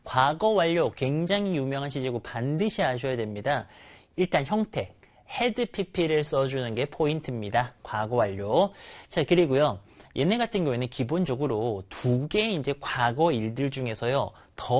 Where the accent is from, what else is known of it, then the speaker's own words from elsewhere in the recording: Busan, South Korea; moved away as an adult; now in near Seoul, South Korea; 제가 부산 출신이거든요. 부산에서 20년 살았습니다.